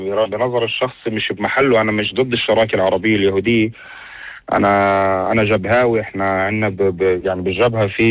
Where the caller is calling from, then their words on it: Nazareth, Northern District, Israel; من الناصري.